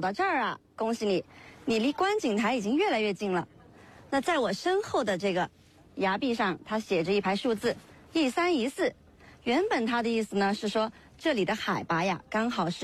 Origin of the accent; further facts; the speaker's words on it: Yunnan, China; 刚好我是云南人